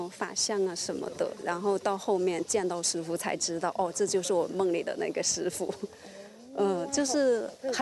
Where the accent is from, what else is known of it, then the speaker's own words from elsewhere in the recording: Henan, China; now in Taiwan; 对，因为我是在就是那个大陆云梦山那边。